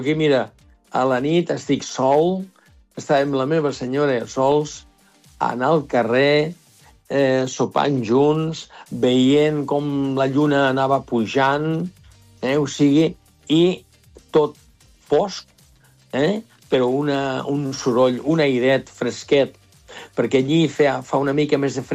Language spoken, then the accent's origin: Catalan; Catalonia, Spain